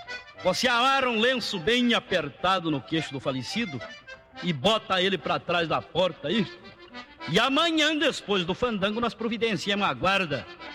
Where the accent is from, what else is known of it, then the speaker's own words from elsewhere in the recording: Encruzilhada do Sul, Rio Grande do Sul, Brazil; E como eu sou gaúcho muito patriota, sou lá de Encruzilhada do Sul